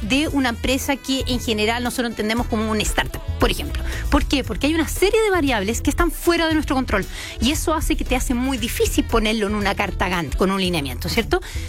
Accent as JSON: {"language": "Spanish", "country": "Chile", "said": "como chileno, hace poquito, salió también la ley de transferencia, aprobó la ley de transferencia tecnológica, que también va a ser un activo muy importante para nosotros como chilenos"}